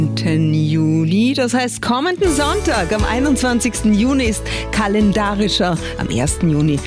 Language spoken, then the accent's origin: German; Austria; Bei uns in Österreich nach wie vor auf Platz 1 unangefochten ist das Vanilleeis.